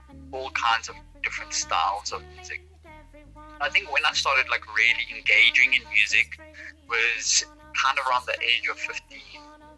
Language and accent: English; Zimbabwe; I grew up in Zimbabwe.